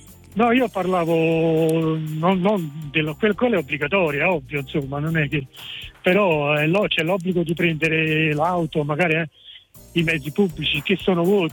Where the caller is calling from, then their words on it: Campania, Italy; Della provincia di Caserta.